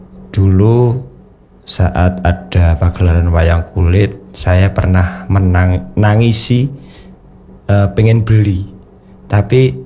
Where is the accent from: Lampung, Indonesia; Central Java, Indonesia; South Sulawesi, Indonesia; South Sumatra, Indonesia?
South Sumatra, Indonesia; Palembang; saya karena lahir di Palembang